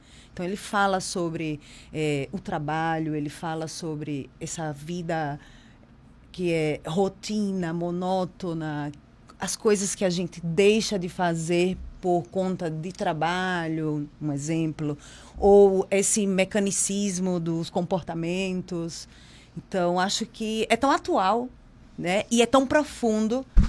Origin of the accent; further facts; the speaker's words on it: Alagoas, Brazil; Eu sou alagoana.